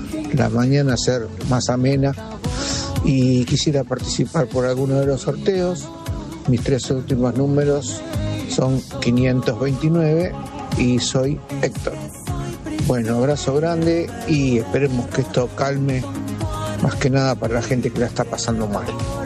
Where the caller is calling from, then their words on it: La Plata, Buenos Aires Province, Argentina; acá en mi puesto de diarios de La Plata.